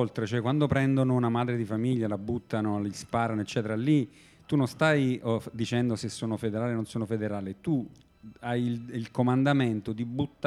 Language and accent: Italian; Ireland; sono irlandese, quindi